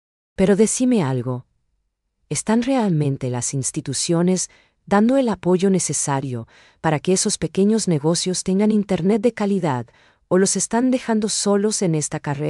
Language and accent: Spanish; Paraguay; esa identidad que nos hace únicos como paraguayos